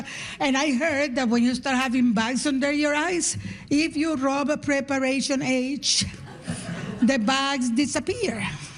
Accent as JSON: {"language": "English", "country": "Nicaragua", "lives_now": "Canada", "said": "because I'm from Nicaragua and we always feared an American invasion. I live with that fear."}